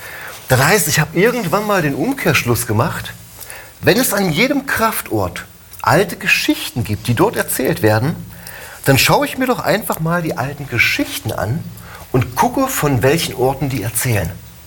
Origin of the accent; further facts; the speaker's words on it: Germany; also born or lived in Lüneburg; ich komme aus dem Harz.